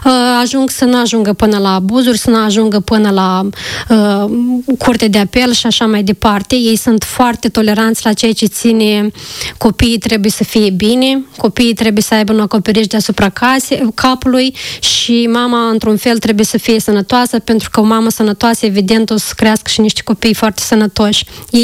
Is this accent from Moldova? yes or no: yes; Coropceni, Moldova; eu am crescut la Coropceni